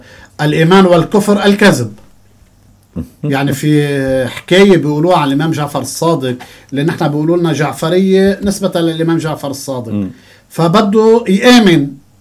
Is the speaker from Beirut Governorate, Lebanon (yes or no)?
yes; Beirut, Beirut Governorate, Lebanon; moved away; لأني أنا خلقت وربيت ببيروت ومعظم وقتي كان خارج لبنان.